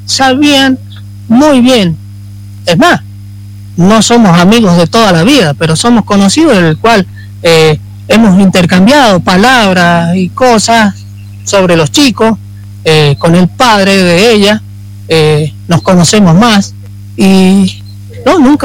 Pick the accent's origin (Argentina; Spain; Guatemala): Argentina; Mendoza; moved away as an adult; now in Guandacol, Argentina; nosotros somos una familia que tenemos 25 años en Guandacol, pero yo soy de Mendoza.